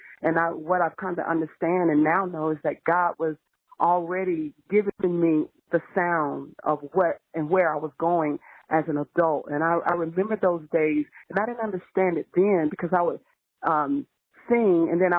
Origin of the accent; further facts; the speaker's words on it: LaGrange, Georgia, United States; I grew up in LaGrange, Georgia.